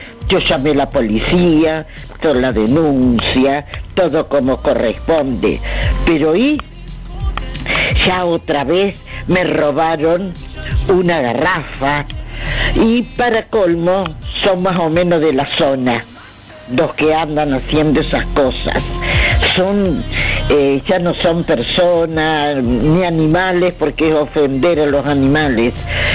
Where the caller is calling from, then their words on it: Argentina; Yo soy de Barrio Nueva Roma, de calle Chile.